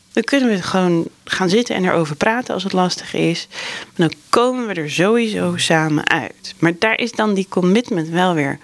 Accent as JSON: {"language": "Dutch", "town": "Amsterdam", "region": "North Holland", "country": "Netherlands", "moved": "yes", "said": "ik kom uit Amsterdam en daar is het ook heel leuk."}